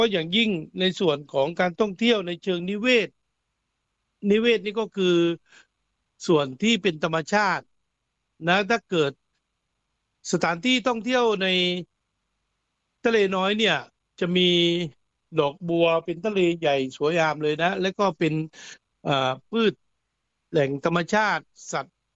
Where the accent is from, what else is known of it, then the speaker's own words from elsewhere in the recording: Phatthalung, Thailand; ครับผมมาพัทลุงครับพัทลุงบังเอิญบ้านอยู่พัทลุงคุณณรพงศ์รู้จักมั้ยฮะพัทลุงนี่เป็นเมืองรองนะ